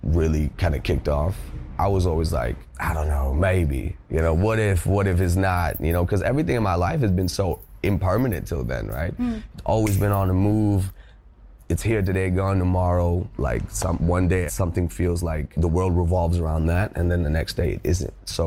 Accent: India; I'm from India, which is very important. It's where, it's my roots. It's a huge part of who I am.

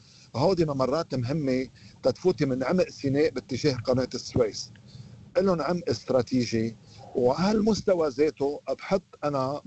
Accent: Lebanon; أنا كلبناني

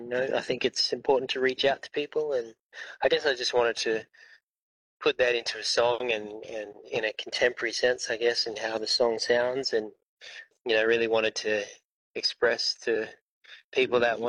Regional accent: Western Australia, Australia; We're from Wadandi, Dublin country. So my mum was born down in Collie.

